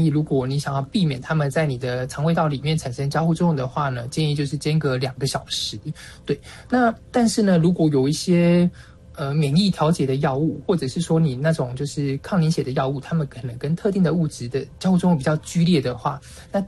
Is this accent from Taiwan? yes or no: yes; Taiwan